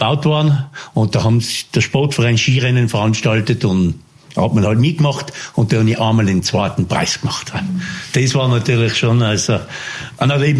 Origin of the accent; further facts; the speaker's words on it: Patsch, Tyrol, Austria; aufgewachsen bin ich an der Grenze Batsch-Elbögen, da wo die Hofstelle war.